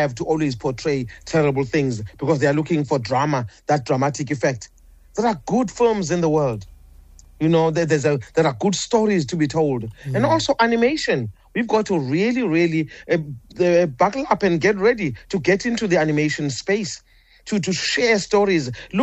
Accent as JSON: {"language": "English", "town": "Durban", "region": "KwaZulu-Natal", "country": "South Africa", "tie": "born or raised there", "said": "wouldn't that be amazing to have a whole street like that in Durban, in my hometown?"}